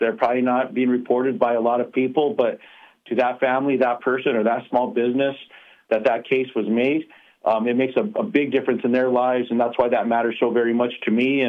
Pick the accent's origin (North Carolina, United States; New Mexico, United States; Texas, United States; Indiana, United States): New Mexico, United States; I'm very proud to be born and raised in New Mexico.